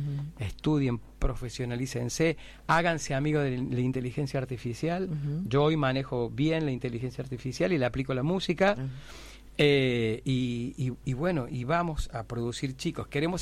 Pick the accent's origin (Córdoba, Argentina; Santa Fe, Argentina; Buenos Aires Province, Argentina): Córdoba, Argentina; siendo cordobesa, teniendo... nadie nunca nos llamó y nos dijo, o nos hizo una nota en un diario, supongo.